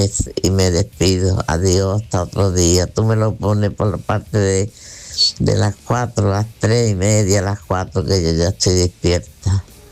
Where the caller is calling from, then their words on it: Churriana, Andalusia, Spain; Hola, Manolo. Manolo Gordo, hola. … de Churriana, Málaga.